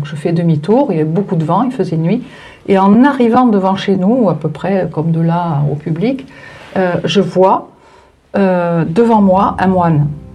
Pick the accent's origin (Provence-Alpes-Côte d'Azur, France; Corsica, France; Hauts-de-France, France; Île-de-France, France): Corsica, France; Calvi; donc je suis corse et on habitait à Calvi.